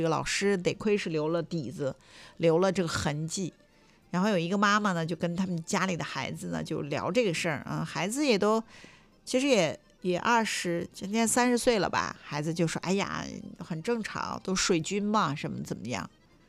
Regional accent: Dalian, Liaoning, China; 这就是我们大连人说话

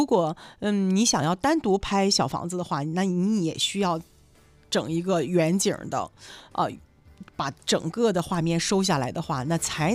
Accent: Dalian, Liaoning, China; 我们大连人所有的结婚的青年男女们

